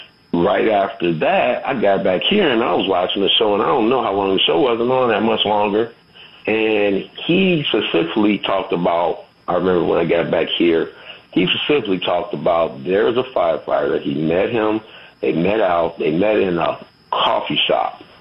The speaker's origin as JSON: {"language": "English", "town": "Chicago", "region": "Illinois", "country": "United States", "said": "Anyway, we're from Chicago, but I was going there frequently."}